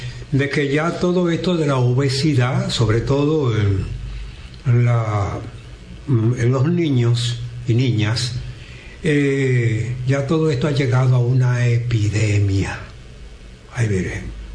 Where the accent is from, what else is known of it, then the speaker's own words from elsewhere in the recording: Dominican Republic; todo el país como sociedad dominicana